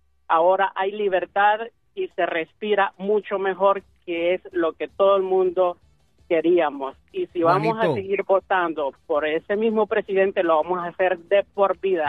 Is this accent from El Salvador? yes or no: yes; El Salvador; moved away; en mi país, El Salvador